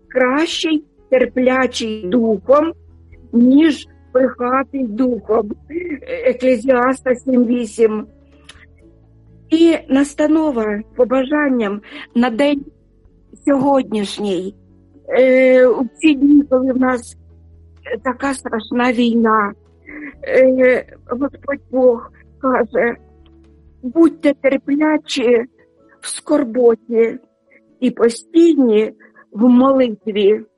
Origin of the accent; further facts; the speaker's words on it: Sumy, Sumy Oblast, Ukraine; Сьогодні в моєму рідному місті Суми об'явлено день жалоби, день скорботи.